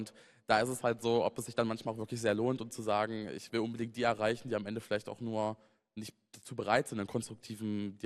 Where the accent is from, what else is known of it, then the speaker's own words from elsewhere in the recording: Saxony-Anhalt, Germany; ich meine, ich komme ja aus dem Saalekreis, ich komme aus einer Region, in der jetzt der Mainstream jetzt nicht so der ist wie in der Bundespolitik